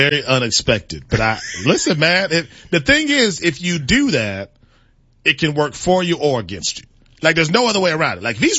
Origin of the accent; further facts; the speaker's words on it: Milwaukee, Wisconsin, United States; I'm from Milwaukee, grew up in a diehard Packers family.